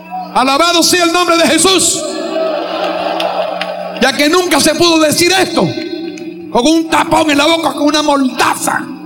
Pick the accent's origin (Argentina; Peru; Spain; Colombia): Peru; Somos ciudadanos peruanos, trabajamos por el bienestar del Perú